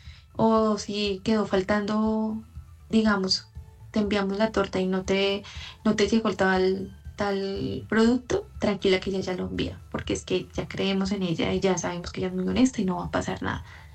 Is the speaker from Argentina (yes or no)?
no; Florencia, Caquetá, Colombia; now in Neiva, Colombia; Personalmente soy de Florencia, Caquetá